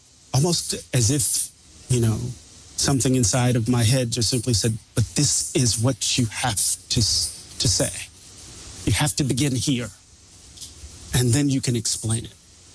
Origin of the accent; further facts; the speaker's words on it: Mississippi, United States; Maybe it's because I'm from Mississippi.